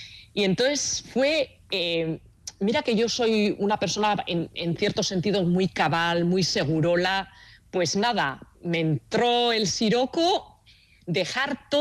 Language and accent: Spanish; Basque Country, Spain; moved away as an adult; now in Australia; no puedo estar en fiestas de mi pueblo todos los años, no, llevo 19 años sin ir a las fiestas del Azcao